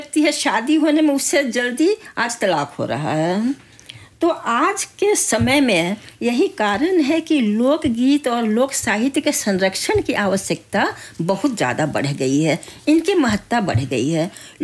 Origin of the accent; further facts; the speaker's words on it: Jharkhand, India; मैं झारखंड से हूँ